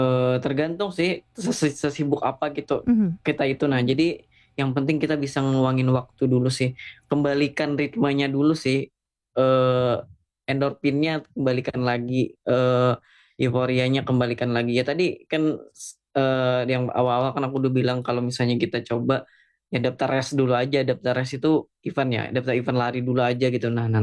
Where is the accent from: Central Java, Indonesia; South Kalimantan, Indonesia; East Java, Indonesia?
South Kalimantan, Indonesia; kita orang Kalimantan Selatan